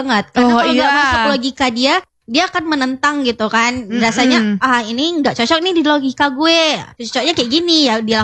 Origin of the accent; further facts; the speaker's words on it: West Sumatra, Indonesia; moved away; aku kan orang Lahan Panjang juga.